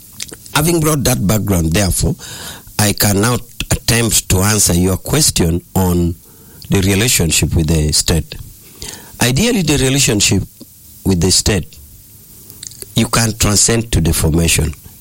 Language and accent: English; Northern Region, Uganda; I come from Lang.